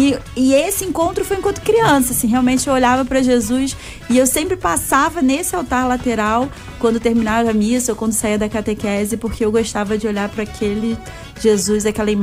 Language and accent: Portuguese; Rio de Janeiro, Brazil; eu sou da Igreja do Divino Espírito Santo e eu sempre fui, porque a gente, eu e minha família, nós moramos ali, morava ali no Estácio, agora ali na Tijuca, e sempre frequentamos a Igreja do Divino Espírito Santo.